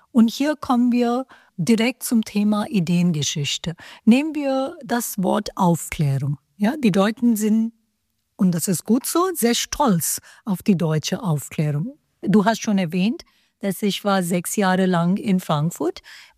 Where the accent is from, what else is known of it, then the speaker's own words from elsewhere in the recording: India; first language Hindi; German is a second language; Meine erste Sprache ist Hindi.